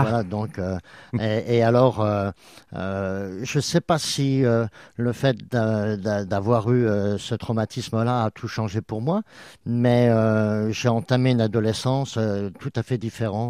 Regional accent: Metz, Grand Est, France; Ah, moi j'ai grandi dans le quartier Sainte-Thérèse.

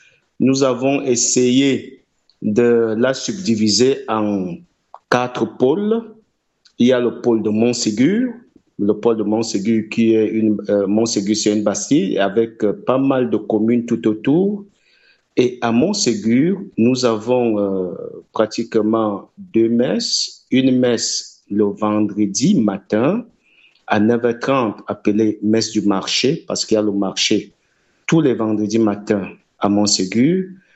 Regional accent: Cameroon; now in France; Je suis camerounais

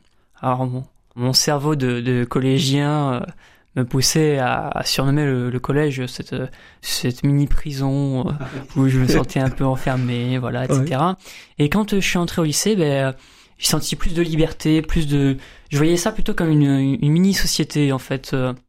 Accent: Montpellier, Occitanie, France; also born or lived in La Motte-Servolex; Alors d'où je viens de Montpellier. Je suis né ici, j'ai habité presque toute ma vie ici. J'ai eu 2 ans où je suis parti en Savoie.

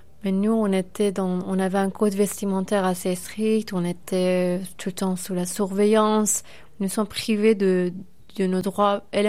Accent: Iran; Oui, ma première fois que je suis sortie de l'Iran, j'avais seulement 8 ans et demi. Mon premier voyage, c'était en Espagne.

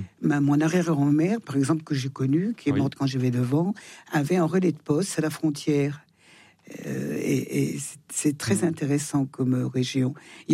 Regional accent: Auvergne-Rhône-Alpes, France; Je suis plus savoyarde que française, d'ailleurs.

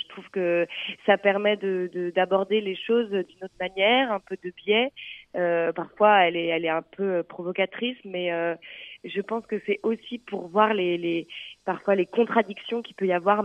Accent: Paris, Île-de-France, France; Et puis je suis parisienne, donc je vois le Sacré-Cœur de Montmartre

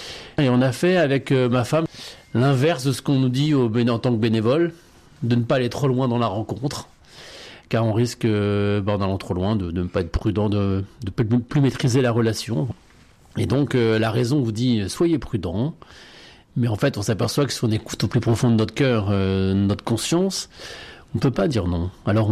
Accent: Blois, Centre-Val de Loire, France; moved away as an adult; also born or lived in Bayeux, Normandy; now in Saintes, France; Alors je suis normand, je suis né dans le Calvados à Bayeux. Je suis fils unique, j'ai vécu une grande partie de mon enfance et de mon adolescence à Blois, dans une famille catholique et pratiquante.

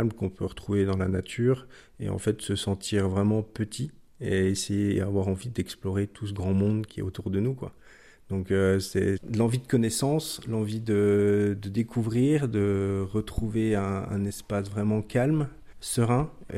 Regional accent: Mouthe, Bourgogne-Franche-Comté, France; le Haut-Doubs je le connais depuis tout petit puisque j'ai grandi à Moutes, donc à quelques kilomètres d'où j'habite actuellement.

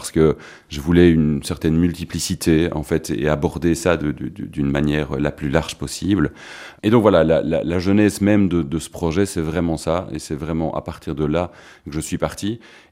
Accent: Belgium; Donc oui, fatalement, je suis belge, mes inspirations sont belges

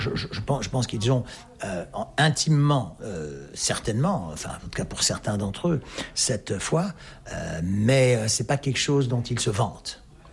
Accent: France; born there; je suis né en France, de mère néerlandaise

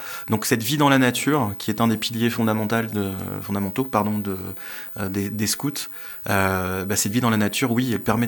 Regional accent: Brittany, France; moved away; je suis breton d'origine.

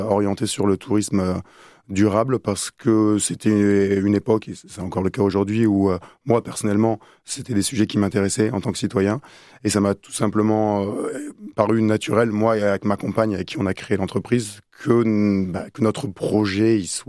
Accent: Bordeaux, Nouvelle-Aquitaine, France; moved away; quand je suis revenu à Bordeaux, qui est ma ville natale.

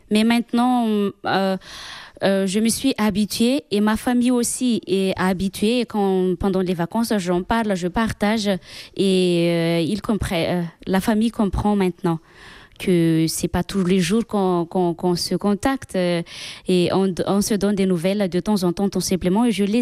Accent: Madagascar; also born or lived in Maine-et-Loire; now in Albi, France; j'ai grandi à Madagascar

